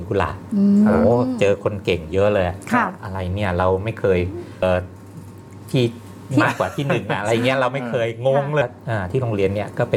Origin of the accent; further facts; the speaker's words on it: Bangkok, Thailand; เกิดในกรุงเทพฯ